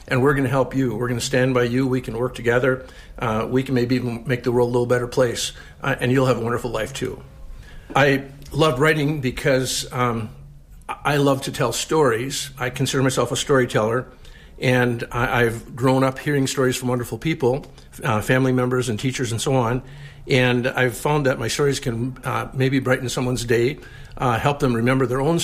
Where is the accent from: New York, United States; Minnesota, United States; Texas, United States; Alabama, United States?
Minnesota, United States; Baxter; I'm from Baxter, Minnesota.